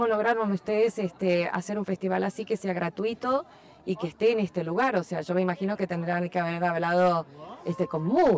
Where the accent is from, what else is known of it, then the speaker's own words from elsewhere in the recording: Argentina; no solamente porque soy argentina y no sé si lo bailo muy bien